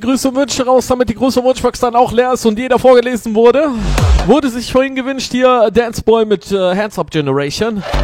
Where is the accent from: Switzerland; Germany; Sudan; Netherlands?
Netherlands; Also für mich als Holländer super schwierige Städtenamen.